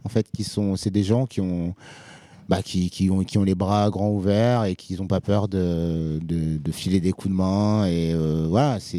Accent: Hauts-de-France, France; chez nous dans le Nord quand on était ados

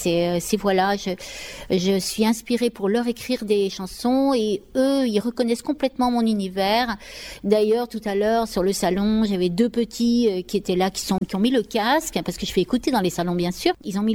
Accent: Paris, Île-de-France, France; now in Ariège, France; moi, je suis une Parisienne, j'ai grandi à Paris, mais j'ai vite fui la grande ville. J'ai beaucoup voyagé

